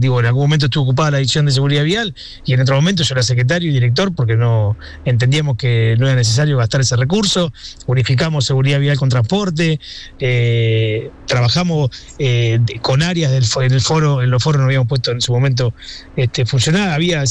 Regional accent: Buenos Aires Province, Argentina; nosotros somos bonaerenses y miramos lo nuestro

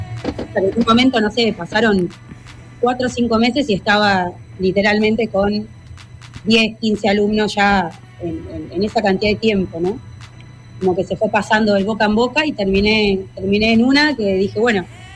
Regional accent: La Plata, Buenos Aires Province, Argentina; soy platense y soy rockera también

